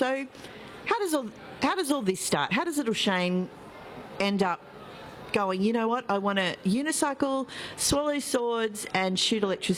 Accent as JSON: {"language": "English", "town": "Sydney", "region": "New South Wales", "country": "Australia", "tie": "born there", "said": "I was born in Sydney and was a relatively late addition to the Sunshine State."}